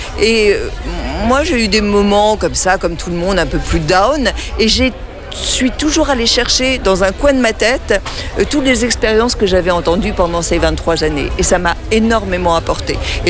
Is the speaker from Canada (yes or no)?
no; Brittany, France